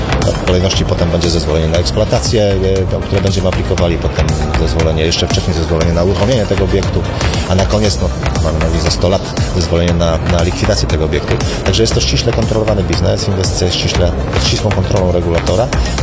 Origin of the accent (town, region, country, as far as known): Pomeranian Voivodeship, Poland